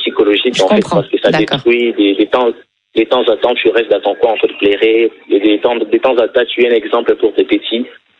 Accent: Kisangani, Tshopo, DR Congo; Ensuite, je me présente. … je suis de Kisangani.

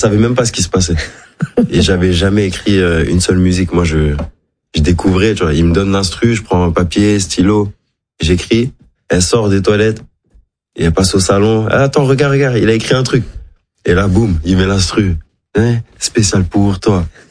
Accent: Madagascar; Parce que les gens, ils savent, ils apprennent, ils savent pas tout ce que je suis malgache.

